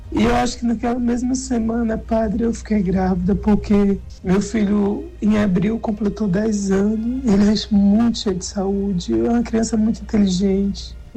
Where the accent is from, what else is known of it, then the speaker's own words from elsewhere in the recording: Rio Grande do Norte, Brazil; now in São Paulo, Brazil; eu sou do Rio Grande do Norte, mas moro em São Paulo há 26 anos.